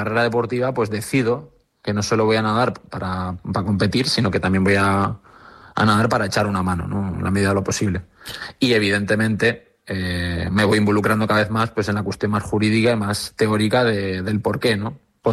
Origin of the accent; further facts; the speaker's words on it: Fuerteventura, Canary Islands, Spain; Me crio en Fuerteventura, aunque mi acento no lo indica así, yo me crio en Fuerteventura, entonces vivimos la crisis de los cayucos.